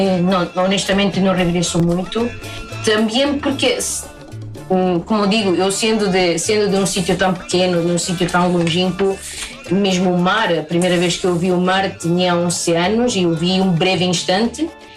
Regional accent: Peru; moved away; nós somos peruanos

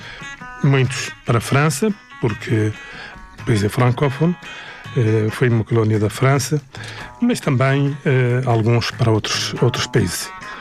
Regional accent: Nouakchott, Mauritania; O choque foi grande, porque Paris era muito diferente do sítio onde eu vinha. Embora eu vinha de uma cidade, de Nouakchott, né? Mas estava em Nouakchott na altura.

